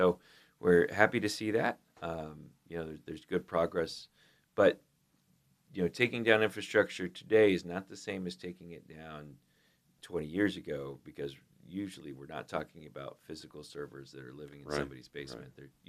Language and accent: English; United States; accent: American; Thank you for tolerating my American accent.